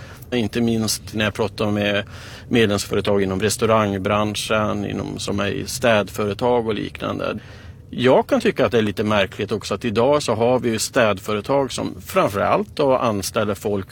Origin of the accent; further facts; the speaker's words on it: Kiruna, Norrbotten County, Sweden; Jag är ju född och uppvuxen i Kiruna.